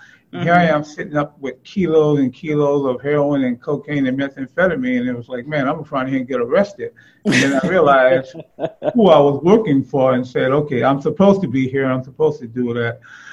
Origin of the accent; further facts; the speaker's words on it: Port Arthur, Texas, United States; I'm from originally from Port Arthur, Texas, which is more or less oil refinery area.